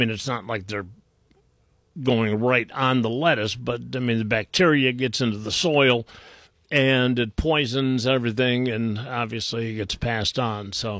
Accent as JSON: {"language": "English", "town": "Willowick", "region": "Ohio", "country": "United States", "tie": "born or raised there", "said": "I grew up in Willowick, which is just a little... houses are basically one right next to the next"}